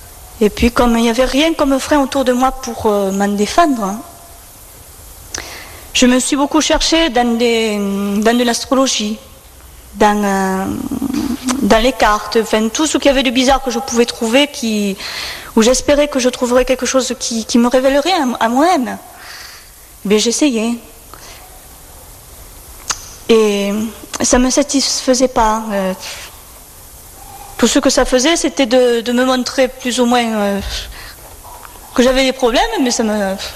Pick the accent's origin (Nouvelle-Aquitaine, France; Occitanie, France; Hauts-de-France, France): Occitanie, France; Nîmes; je viens de Nîmes, j'y suis née et j'ai grandi 60 ans, dans une famille où il n'y avait pas une foi vivante, où disons Dieu existait vaguement.